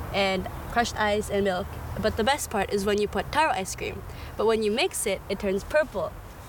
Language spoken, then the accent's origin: English; Philippines; Now, I'm Filipino